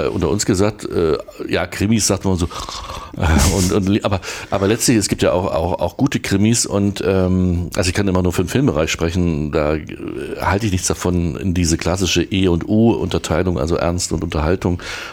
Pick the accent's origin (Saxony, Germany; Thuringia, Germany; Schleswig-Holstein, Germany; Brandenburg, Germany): Thuringia, Germany; Erfurt; Weil ich auch gebürtiger Erfurter bin.